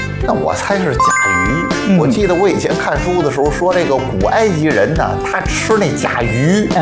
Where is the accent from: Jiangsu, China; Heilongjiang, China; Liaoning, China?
Jiangsu, China; Xuzhou; 大家好，